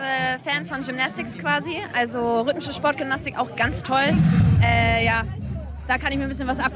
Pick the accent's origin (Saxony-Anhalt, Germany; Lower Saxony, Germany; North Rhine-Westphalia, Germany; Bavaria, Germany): Lower Saxony, Germany; Hanover; in meiner Heimat auf der Bühne zu stehen.